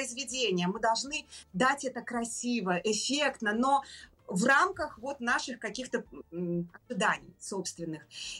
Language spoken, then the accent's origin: Russian; Belarus; мы, белорусы